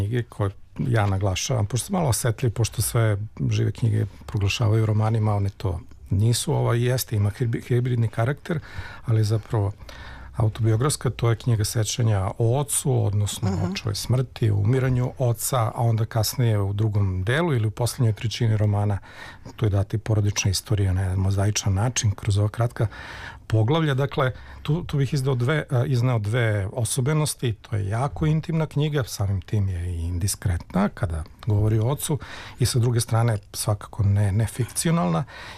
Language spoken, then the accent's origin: Serbian; Southern and Eastern Serbia, Serbia; Reći zašto ima veze sa krajem odakle sam ja, odnosno jugoistočnom sada Srbijom.